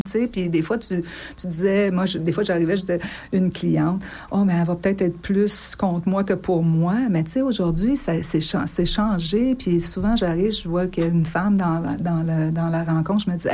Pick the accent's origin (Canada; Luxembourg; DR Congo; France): Canada; moi, je viens du Canada